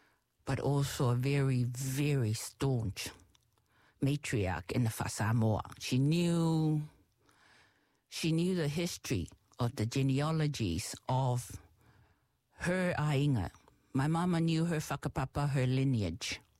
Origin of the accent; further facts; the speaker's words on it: Samoa; When I was growing up in Samoa